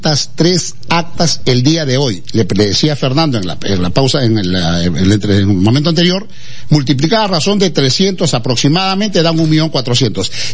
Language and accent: Spanish; Nazca, Ica, Peru; yo vengo del Perú profundo, yo soy de Nazca.